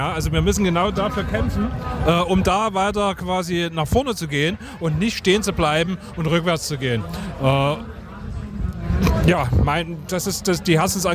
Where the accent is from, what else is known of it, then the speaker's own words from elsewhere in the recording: Leipzig, Saxony, Germany; ich bin aus Leipzig, komme aus Engelsdorf und habe 5 Kinder hier in Leipzig.